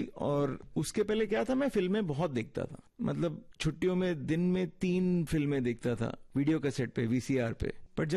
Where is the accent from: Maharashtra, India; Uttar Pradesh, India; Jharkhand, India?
Maharashtra, India; Mumbai; नहीं, मैं बम्बई का ही हूँ, यहाँ की पैदाइश है